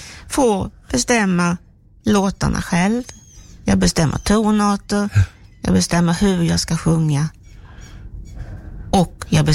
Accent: Steninge, Halland County, Sweden; now in Växjö, Sweden; Jag är ju som från Steninge, det ligger vid havet alldeles, och vårt gamla hus som finns kvar, det ligger nära havet

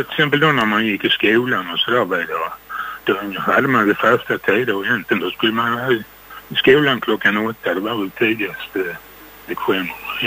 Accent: Wuhan, Hubei, China; Jag är från Kina någonstans. Wuhan, det är det ifrån.

